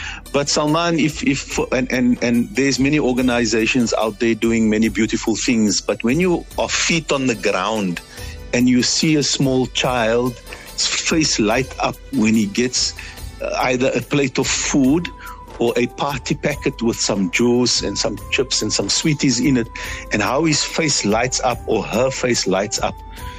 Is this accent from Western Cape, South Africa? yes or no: yes; Cape Town, Western Cape, South Africa; For me as a child, growing up in Bukap